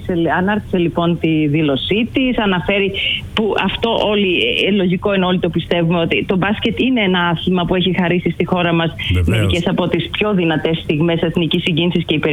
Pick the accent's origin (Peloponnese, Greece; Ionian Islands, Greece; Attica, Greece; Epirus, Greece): Ionian Islands, Greece; Lefkada; Μα έχουμε τώρα και εμείς στη Λευκάδα